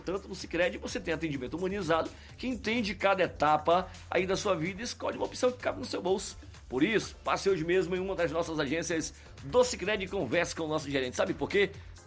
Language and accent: Portuguese; Brazil; sou brasileiro